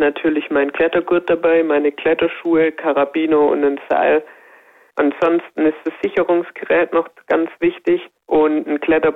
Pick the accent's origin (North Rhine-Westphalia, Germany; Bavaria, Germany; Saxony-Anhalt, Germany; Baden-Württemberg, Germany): Baden-Württemberg, Germany; Stuttgart; Ich komme aus Stuttgart und lebe also in einem FSME-Risikogebiet